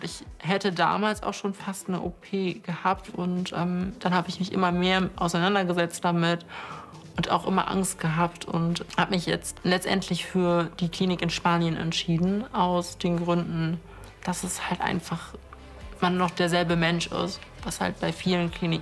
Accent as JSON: {"language": "German", "town": "Cologne", "region": "North Rhine-Westphalia", "country": "Germany", "said": "28 Jahre alt, ich komme aus Köln, bin gelernte Informatikkauffrau und bin eine Transfrau"}